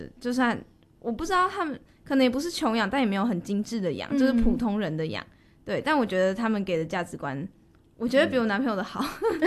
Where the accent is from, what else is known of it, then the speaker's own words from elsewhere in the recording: Taichung, Taiwan; now in Taipei, Taiwan; 我是台中人